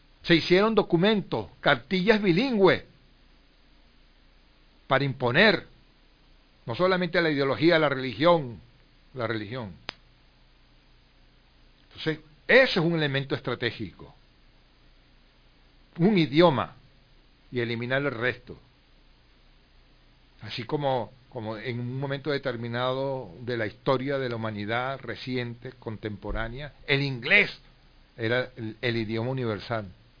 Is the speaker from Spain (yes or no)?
no; Venezuela; born there; yo nací en Venezuela